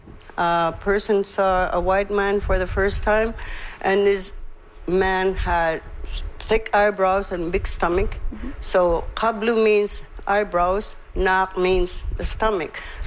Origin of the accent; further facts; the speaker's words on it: Canada; first language Inuktitut; English is a second language; because Inuktitut was my first language that I was born into. English is my second language